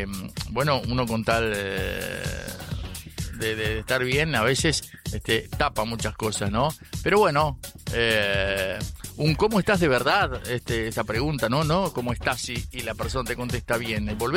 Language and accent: Spanish; Uruguay